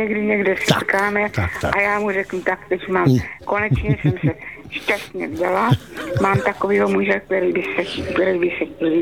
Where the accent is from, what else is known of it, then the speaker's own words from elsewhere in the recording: Brno, South Moravian Region, Czechia; my jsme teda Brňáci, že pak jsme se přestěhovali do světa.